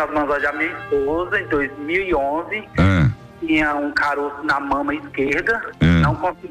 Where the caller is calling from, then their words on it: Pacajus, Ceará, Brazil; Pacaju e Ceará, região metropolitana de Fortaleza.